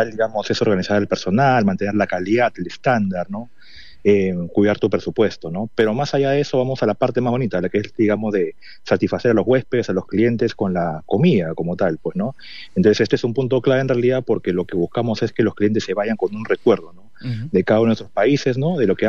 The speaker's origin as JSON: {"language": "Spanish", "country": "Peru", "said": "he trabajado muchos años en hotelería en mi país"}